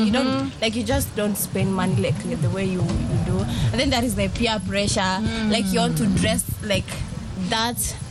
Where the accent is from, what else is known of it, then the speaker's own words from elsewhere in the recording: Samburu County, Kenya; As you've heard, I'm from Samburu County.